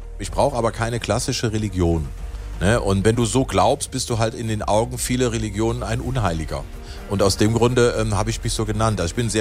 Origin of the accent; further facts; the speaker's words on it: Aachen, North Rhine-Westphalia, Germany; ich komme aus Aachen, ich bin römisch-katholisch erzogen worden.